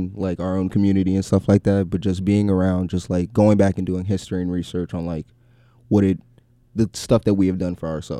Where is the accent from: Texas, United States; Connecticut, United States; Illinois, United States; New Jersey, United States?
New Jersey, United States; born there; also born or lived in Miami, Florida / Haiti (ancestry); now in Richmond, United States; I am Haitian American. Grew up in a Haitian household. I was born in Miami, Florida. So stood over there for about a couple years, and then my sister was born up in Jersey. Ended up moving up there.